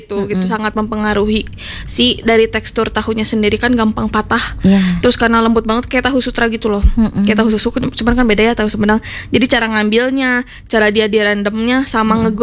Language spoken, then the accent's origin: Indonesian; Bandung, West Java, Indonesia; karena kan saya mah orang Bandung sebenarnya